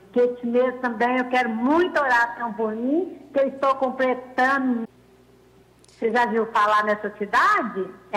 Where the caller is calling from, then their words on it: Luz, Minas Gerais, Brazil; Eu sou de Luz, Minas Gerais. Você já viu falar nessa cidade? É uma cidade muito iluminada.